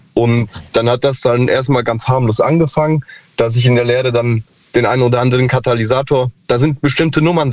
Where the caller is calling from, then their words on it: Hesse, Germany; Ich bin aus der Ecke ja, zwischen Marburg und Kassel, also Nordhessen.